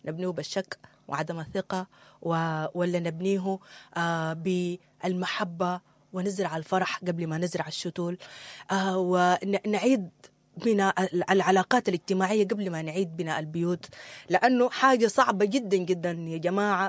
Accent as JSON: {"language": "Arabic", "country": "Sudan"}